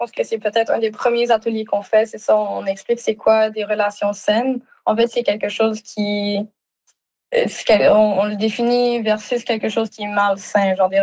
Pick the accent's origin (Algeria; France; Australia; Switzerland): Australia; first language French; les deux, ils sont québécois de base. Et même en Australie, ils m'ont beaucoup parlé en français, c'est ma première langue. Et ils nous ont toujours parlé en français à moi et mon frère à la maison. On a appris l'anglais en parallèle à l'extérieur.